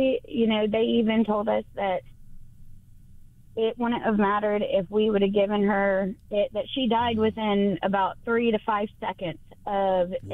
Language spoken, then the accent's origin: English; Charleston, South Carolina, United States; moved away as an adult; also born or lived in Florence, South Carolina; Well, see, I'm from Charleston. So I ended up moving to Florence, South Carolina